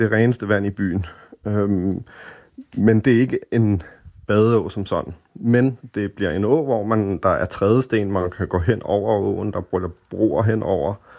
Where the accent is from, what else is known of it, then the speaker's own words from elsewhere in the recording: Copenhagen, Capital Region of Denmark, Denmark; Jamen, jeg er københavner og vokset op her, og jeg har altid synes, det var interessant med det her med formen på byen